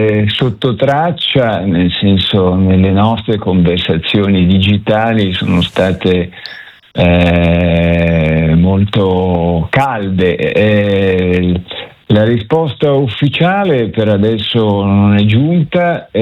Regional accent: Liguria, Italy

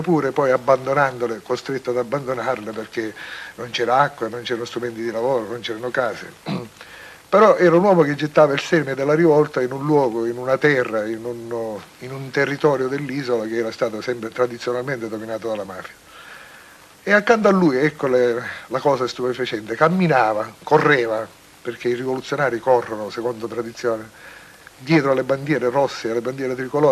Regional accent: Sicily, Italy; disse sicilianamente una cosa molto bella che io da siciliano non condivido ma che amo

